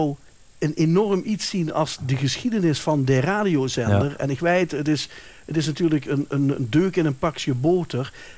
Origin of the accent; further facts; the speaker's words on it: Helden, Limburg, Netherlands; Ik kom uit Helden, Helden-Turp.